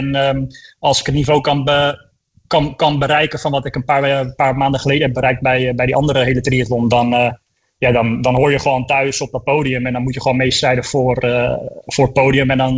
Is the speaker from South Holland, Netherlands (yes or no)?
no; Almere, Flevoland, Netherlands; deze race hier in Almere natuurlijk. Ik bedoel, ik ben geboren in het Flevo ziekenhuis, een paar 100 meter van start en de finish vandaan, zeg maar.